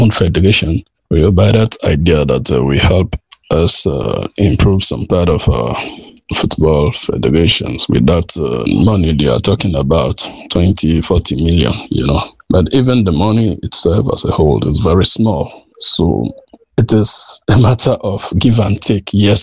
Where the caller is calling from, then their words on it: Bo, Southern Province, Sierra Leone; I'm calling from Bull City, Southern Sierra Leone.